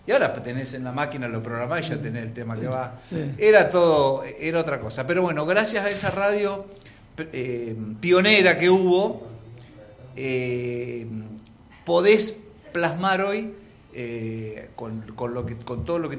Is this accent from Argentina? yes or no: yes; Luis Beltrán, Río Negro, Argentina; born there; also born or lived in Choele Choel; Entonces, en Beltrán no había para tener familia las mujeres. Entonces, teníamos que ir a Chuele.